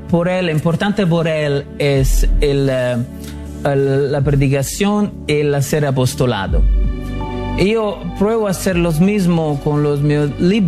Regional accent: Rome, Lazio, Italy; Spanish is a second language; moved away as an adult; also born or lived in London; now in Los Angeles, United States; Yo nací y crecí en Roma y estudié en la universidad en Roma.

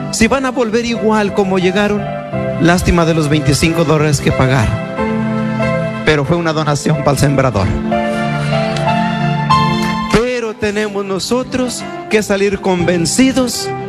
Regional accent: Temastián, Jalisco, Mexico; Yo les digo que ahí en mi pueblo voy cada año a Temastián

